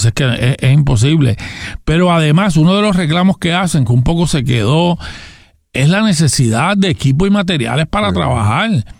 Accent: Gurabo, Puerto Rico; yo soy de Gurabo, uh-huh, y gran parte del lago Carraízo está en Gurabo, fundamentalmente en el barrio Aguas de Gurabo.

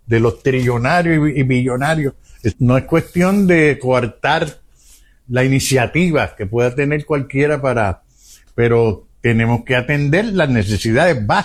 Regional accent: Puerto Rico; moved away; me siento boricua, puertorriqueño, que yo soy de aquí.

